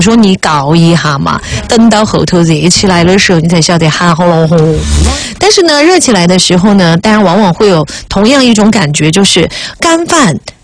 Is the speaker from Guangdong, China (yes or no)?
no; Sichuan, China; accent: Sichuanese; 在我们四川方言里头